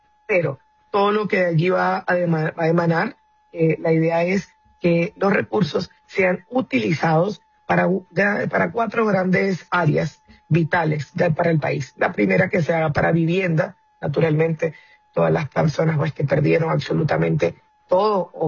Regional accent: Zulia, Venezuela

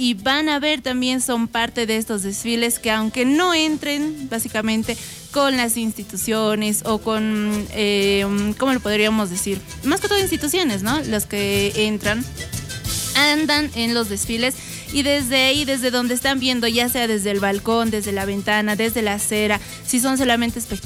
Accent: Bolivia; nos representa como bolivianos

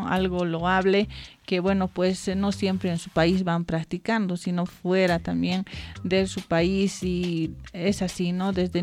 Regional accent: Bolivia; nosotros también como bolivianos

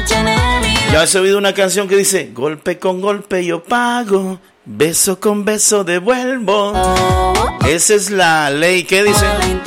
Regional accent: El Salvador; así somos los salvadoreños.

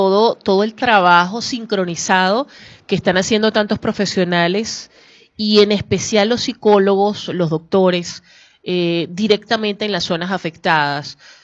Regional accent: Venezuela; como venezolanos y hermanos

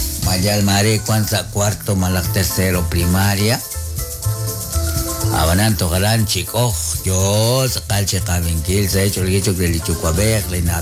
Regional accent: Guatemala; La música que nos identifica como guatemalteco por donde quiera que estemos.

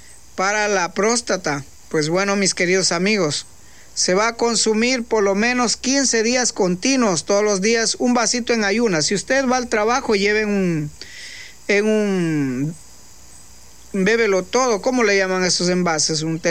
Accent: Ecuador; pudiendo ser nosotros como ecuatorianos, atraer el turismo, vivir el turismo y compartir algo que nosotros tenemos acá

